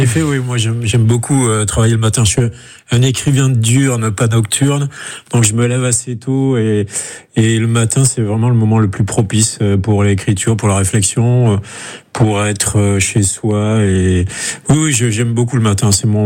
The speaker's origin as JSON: {"language": "French", "country": "France", "said": "Moi, je suis français."}